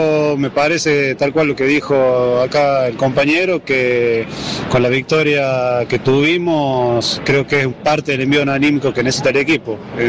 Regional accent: La Rioja, Argentina; De La Rioja … lo traigo acá al niño para que conozca.

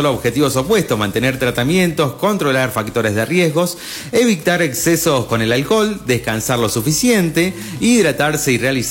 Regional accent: Argentina

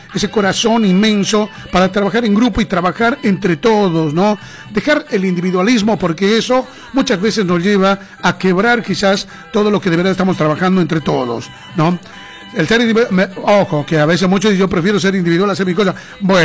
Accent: Bolivia; now in Argentina; muchos de nosotros, como bolivianos

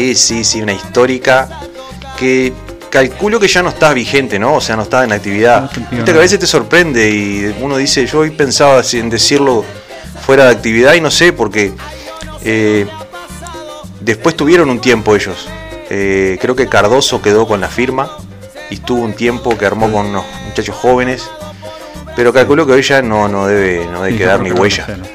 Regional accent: Uruguay; Si no sufrimos, no somos uruguayos.

